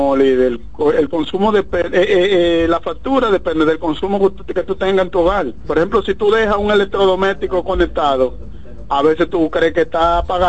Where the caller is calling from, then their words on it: Punta Cana, La Altagracia, Dominican Republic; Buenas tardes … desde Punta Cana.